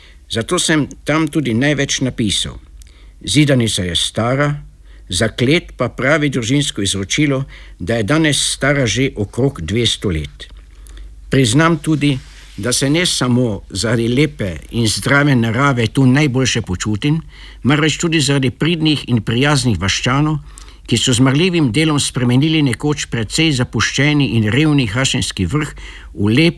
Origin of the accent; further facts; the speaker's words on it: Maribor, Drava, Slovenia; born there; also born or lived in Prlekija / Gornja Radgona / Videm ob Ščavnici / Biserjane; Rojen sem bil v Mariboru, kjer je bil oče poštni uradnik. V Mariboru sem tudi končal klasično gimnazijo. Potem je razumljivo, da nisem na Maribor nič manj vezan kakor na Slovenske Gorice oziroma na Prlekijo.